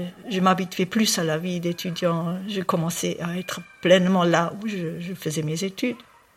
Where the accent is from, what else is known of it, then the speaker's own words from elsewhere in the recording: Luxembourg; moved away as an adult; also born or lived in Chile; Entre-temps, j'avais connu les réfugiés chiliens qui sont venus en 1974 chez nous à Luxembourg.